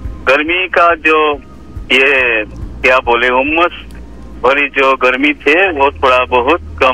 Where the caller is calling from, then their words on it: Ramkrishna Nagar, Assam, India; और मेरा गांव का नाम है राम कृष्ण नगर, डिस्ट्रिक्ट भूमि असम से तालुका है।